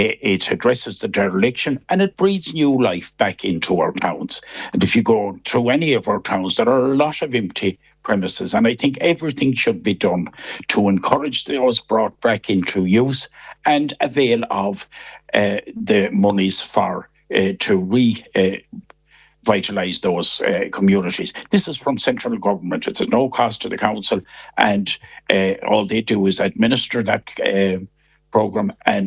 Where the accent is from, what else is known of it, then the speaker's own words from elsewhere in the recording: Kilkelly, Connacht, Ireland; my hometown, Kilkelly